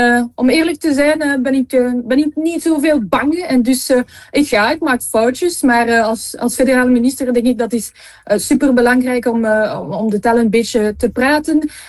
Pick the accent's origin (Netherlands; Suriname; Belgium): Belgium; Anderlecht, Brussels-Capital Region; Dutch is a second language; now in Woluwe-Saint-Lambert, Belgium; Brussel, ik kom uit Anderlecht en nu ben ik in Sint-Lambrechts-Woluwe